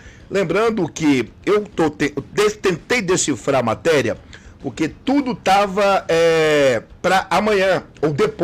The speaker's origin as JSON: {"language": "Portuguese", "town": "Mascote", "region": "Bahia", "country": "Brazil", "said": "Que eu sou de São João do Paraíso"}